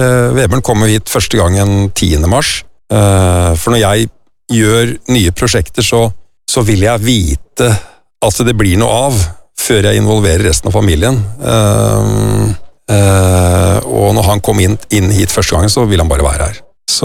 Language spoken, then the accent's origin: Norwegian; Hvaler, Østfold, Norway; Når vi vokste opp på Vesterøy på Hvaler som barn